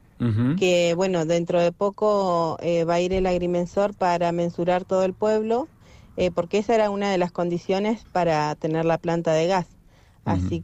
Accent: Paso del Sapo, Chubut, Argentina; Sí, soy nacida y criada ahí en Paso del Sapo. Bueno, estuve unos años en Esquel estudiando, pero bueno, volví.

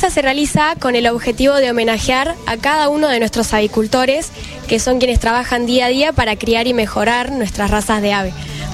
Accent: Rauch, Buenos Aires Province, Argentina; venimos de Rauch, de a 260 kilómetros de acá

